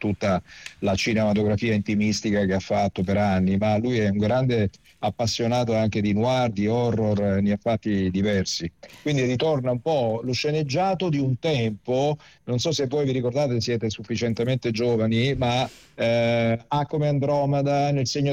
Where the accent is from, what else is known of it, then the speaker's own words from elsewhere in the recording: Naples, Campania, Italy; also born or lived in Castellammare di Stabia; io sono campano, nato a Castellammare, cresciuto e a Napoli.